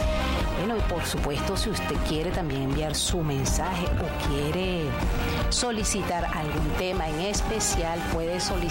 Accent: Lara, Venezuela; born there; toda esa gente bella y hermosa del Estado Lara, mi tierra natal.

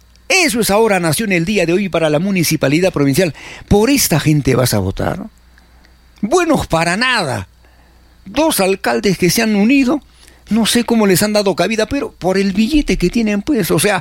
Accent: Arequipa, Peru

